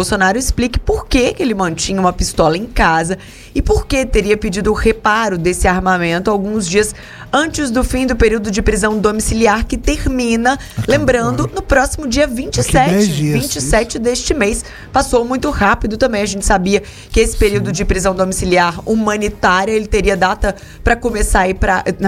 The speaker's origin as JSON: {"language": "Portuguese", "region": "Minas Gerais", "country": "Brazil", "moved": "yes", "lives_now": "Brasília, Brazil", "said": "Sou de uma região de Minas, onde na época do inverno chove bastante."}